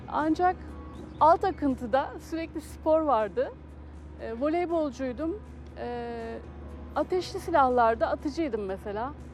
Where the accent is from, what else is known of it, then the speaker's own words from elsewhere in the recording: Çanakkale, Turkey; Çanakkale'de doğdum, büyüdüm.